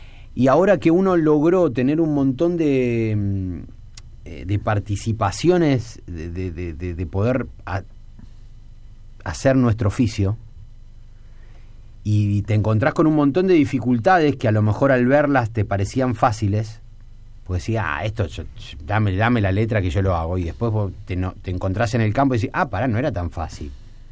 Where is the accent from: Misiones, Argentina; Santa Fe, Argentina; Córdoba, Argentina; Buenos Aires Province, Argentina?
Santa Fe, Argentina; Rosario; yo soy de Newell, soy rosarino de Newell.